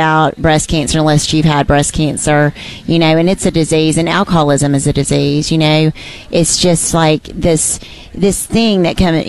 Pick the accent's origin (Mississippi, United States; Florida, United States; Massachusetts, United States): Mississippi, United States; Meridian; I grew up in Meridian, Mississippi. There wasn't really a whole lot to do there.